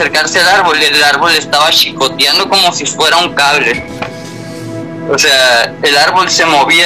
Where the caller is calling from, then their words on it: Guaymas, Sonora, Mexico; Yo soy de Guaymas, Sonora.